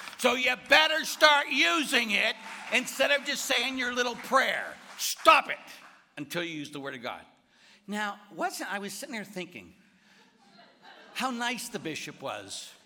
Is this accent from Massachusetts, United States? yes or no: no; Pittsburgh, Pennsylvania, United States; born there; she was at the Divine Providence Hospital in Pittsburgh, because I'm a Pittsburgher